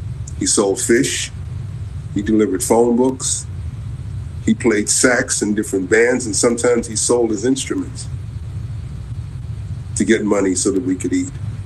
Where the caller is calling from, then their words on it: Virginia Beach, Virginia, United States; Virginia Beach, Virginia.